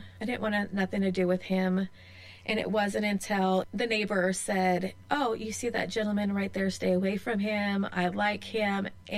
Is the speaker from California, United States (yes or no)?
yes; Hayward, California, United States; now in Modesto, United States; because I came from Hayward, right?